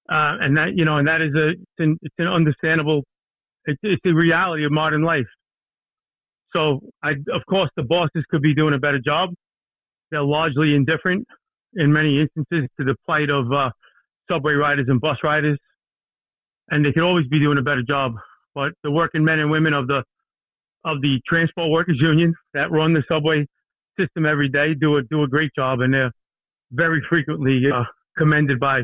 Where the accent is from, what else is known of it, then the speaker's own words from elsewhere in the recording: Brooklyn, New York, United States; I went to 12 years of Catholic school in Brooklyn. So I graduated Nazareth High School in East Flatbush in Brooklyn. I'm from a place called Garrison Beach, a largely worki